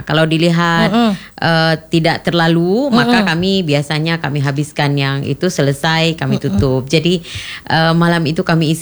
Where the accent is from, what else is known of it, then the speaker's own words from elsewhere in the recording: Aceh, Indonesia; saya adalah orang Aceh